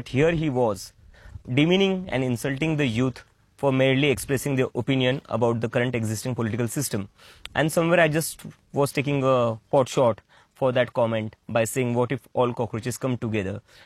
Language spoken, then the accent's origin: English; India; an international student studying in the US on an Indian passport. I was an Indian abroad. Everybody who knew me there knew me as an Indian, a brown guy studying in the US.